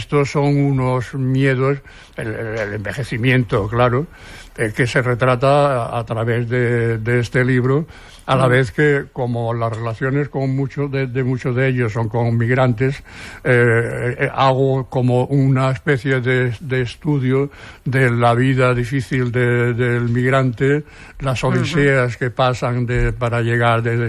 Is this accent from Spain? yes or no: yes; Seville, Andalusia, Spain; now in Barcelona, Spain; nosotros cuando vinimos de Sevilla.